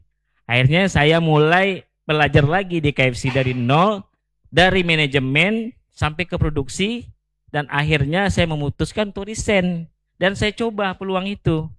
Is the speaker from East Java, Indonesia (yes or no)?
no; Pontianak, West Kalimantan, Indonesia; Kita memang orang asli Kota Pontianak.